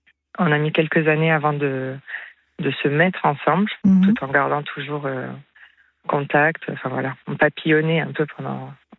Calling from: Toulouse, Occitanie, France; accent: southwestern; je suis de Toulouse.

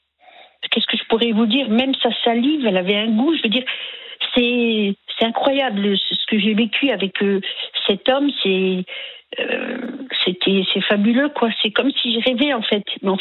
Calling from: Chaumont, Grand Est, France; dans ma ville, à Chaumont. Voilà, je suis à Chaumont, dans la Haute-Marne, 52.

